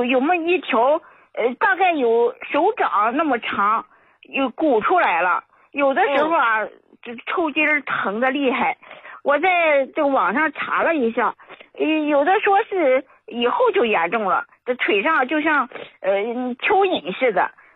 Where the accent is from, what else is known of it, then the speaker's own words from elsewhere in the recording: Xingtai, Hebei, China; 我是和平邢台的。